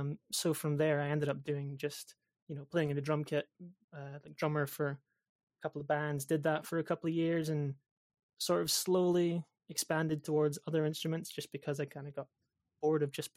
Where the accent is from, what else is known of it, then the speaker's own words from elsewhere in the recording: Aberdeen, Scotland, United Kingdom; I grew up in Aberdeen, Scotland, which is currently where I'm still living. It's a nice place. It's very grey.